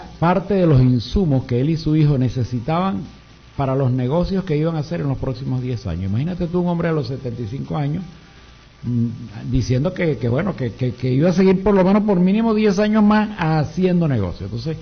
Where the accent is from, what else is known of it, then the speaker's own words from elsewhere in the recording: Irapa, Sucre, Venezuela; now in Cumaná, Venezuela; Yo soy de Irapa, aquí de nuestro estado.